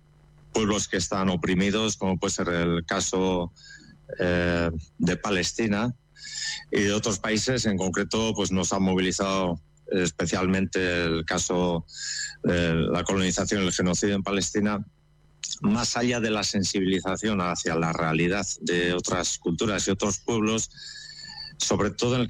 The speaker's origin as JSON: {"language": "Spanish", "region": "Basque Country", "country": "Spain", "said": "Como ciudadanos de Euskal Herria y como parte europea, somos parte del engranaje imperialista"}